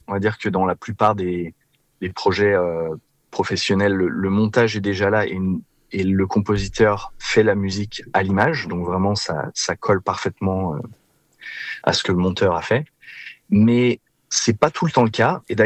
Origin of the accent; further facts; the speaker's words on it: the Alps, France; moved away as an adult; now in Los Angeles, United States; je suis originaire des Alpes en France